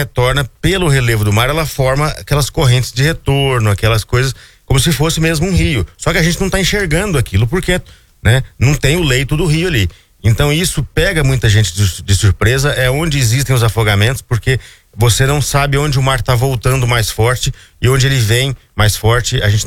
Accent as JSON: {"language": "Portuguese", "region": "Goiás", "country": "Brazil", "said": "A gente, como é goiano"}